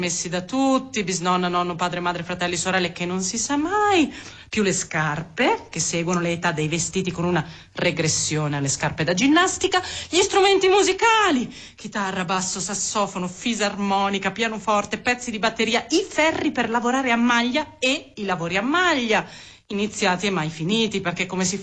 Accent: Veneto, Italy; Si mangiano solo lì da noi, sud del Veneto. E sono buonissime. I sapori poveri della mia terra. La mia terra, che nessuno sa dov'è. La mia terra. Da cui scappo sempre.

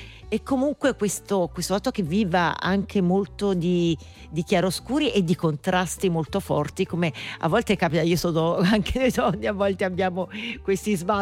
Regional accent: Naples, Campania, Italy; born there; also born or lived in Mantua; io sono nata a Napoli

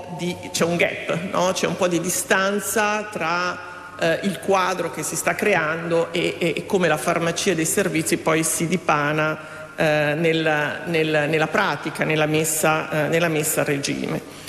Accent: Ferrara, Emilia-Romagna, Italy; Vengo da Ferrara

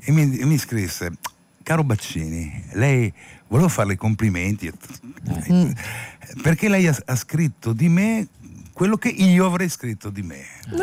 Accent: Genoa, Liguria, Italy; No, io sono genovese.

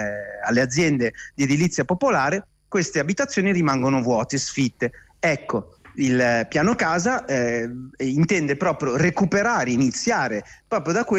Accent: Milan, Lombardy, Italy; accent: Milanese; Io sono milanese, come sapete e sentite dal mio accento

